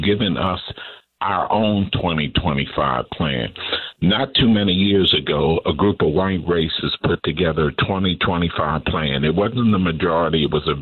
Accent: Brooklyn, New York, United States; I mean, I'm from Brooklyn, New York, too, so I love my brother from Brooklyn.

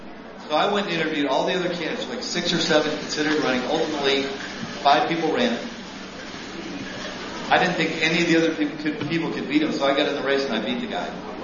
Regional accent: DeSoto, United States; I said, hey, I want to meet you. I'm from DeSoto. I think you're my congressman.

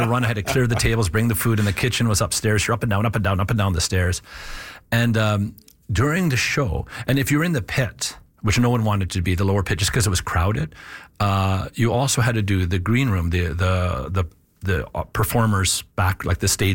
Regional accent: Alberta, Canada; I was 17 from Northern Alberta.

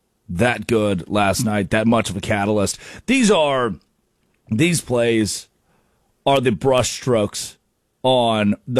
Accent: Ohio, United States; My hometown Cavs team is getting piled on.

